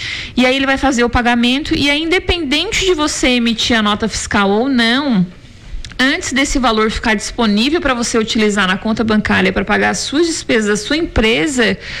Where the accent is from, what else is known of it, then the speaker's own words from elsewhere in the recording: Brazil; A gente é brasileiro.